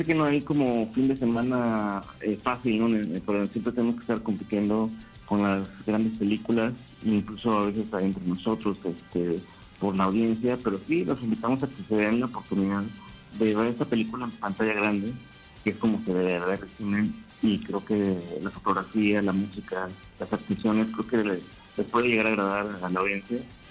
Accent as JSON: {"language": "Spanish", "town": "Tampico", "region": "Tamaulipas", "country": "Mexico", "tie": "born or raised there", "also_born_or_lived": "Campeche / Veracruz / Mexico City", "said": "A mí me tocó pues crecer en muchas ciudades, no nada más en Tampico. Nací en Tampico, pero me tocó crecer en Campeche, Veracruz, en la Ciudad de México. Pero mi gran parte de mi niñez fue en Tampico"}